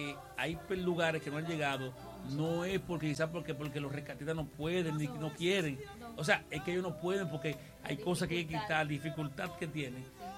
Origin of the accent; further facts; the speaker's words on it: Dominican Republic; los dominicanos decimos